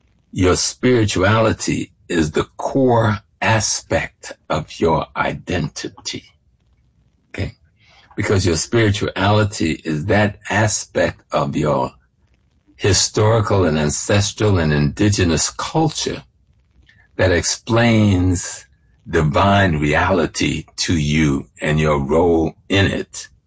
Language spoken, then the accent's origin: English; South Carolina, United States; In terms of my genetic lineage, I'm from South Carolina. People call us Gullah Geechee, but we just are the Africans, you know, and live along the coast and grew up in those rice plantations. I grew up on a rice plantation.